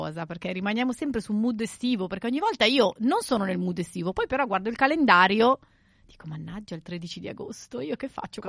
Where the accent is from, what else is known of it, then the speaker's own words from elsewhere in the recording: Liguria, Italy; mi ricordo che c'era da noi la sagra del minestrone. In Liguria